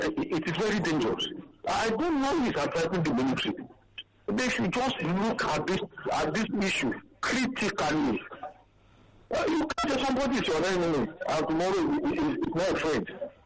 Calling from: Ibadan, Oyo, Nigeria; I'm calling from Ibadan.

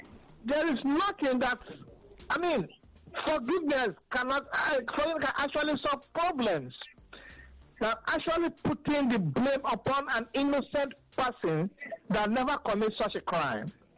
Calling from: Nigeria; I'm calling from Ikoto.

